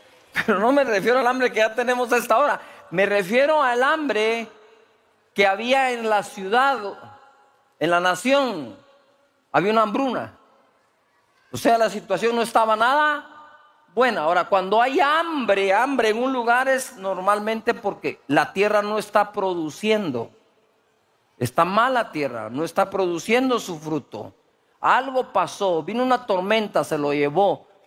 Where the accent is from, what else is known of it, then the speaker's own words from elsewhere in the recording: Guatemala; Si soy chapín también, o mismo que voy a dejar de ser chapín aquí.